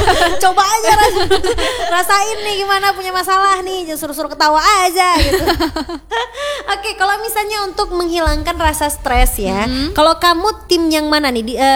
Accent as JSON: {"language": "Indonesian", "region": "Aceh", "country": "Indonesia", "said": "kalau kita orang Aceh itu sanga-sanga."}